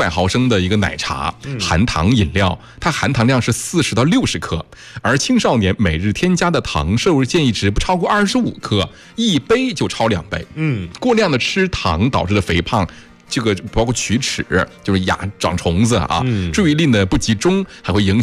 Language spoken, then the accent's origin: Chinese; Yichang, Hubei, China